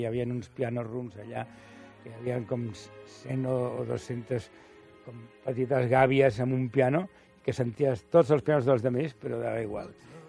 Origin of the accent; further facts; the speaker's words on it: Valencia, Valencian Community, Spain; moved away as an adult; jo sempre havia cantat en francès, des de petit, a València